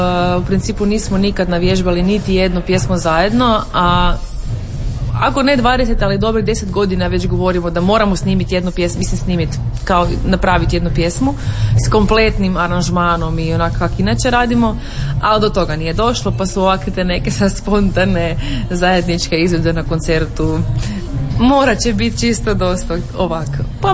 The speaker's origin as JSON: {"language": "Croatian", "town": "Hum na Sutli", "region": "Krapina-Zagorje County", "country": "Croatia", "tie": "born or raised there", "moved": "as an adult", "lives_now": "Kumrovec, Croatia", "said": "ja sam i dalje Humčanka i sad sam još i Kumrovčanka, tako da to ću biti uvijek. Rodno mjesto nekako uvijek ostane ono prvo i uvijek ću biti Humčanka. To se ne bude nikad promijenilo. Radim u Sloveniji, tako da sam ja nekako tu i to blizu granice, nisam daleko, tako da ja nisam daleko u principu od doma otišla."}